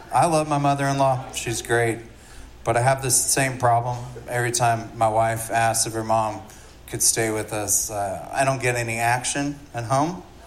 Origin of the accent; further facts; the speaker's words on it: Poteau, Oklahoma, United States; I'm from Poto